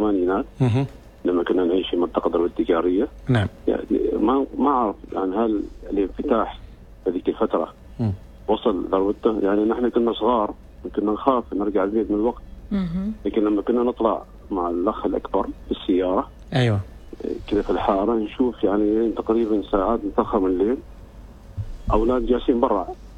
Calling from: Oman; الله يحفظ بلادنا عمان،

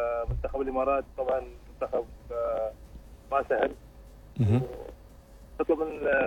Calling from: Muscat, Muscat Governorate, Oman

